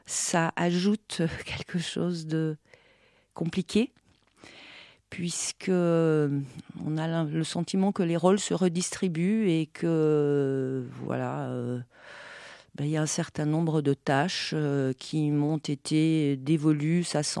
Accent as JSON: {"language": "French", "region": "Valais", "country": "Switzerland", "tie": "born there", "said": "Je suis née en Suisse. Pour situer la région, c'est la région qui se situe, le côté suisse de la vallée d'Abondance."}